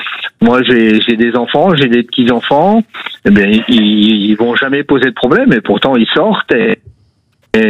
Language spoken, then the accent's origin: French; Hauts-de-France, France; now in Clermont-Ferrand, France; je suis originaire du Nord, donc je connais bien Lens, Lille, tout ça.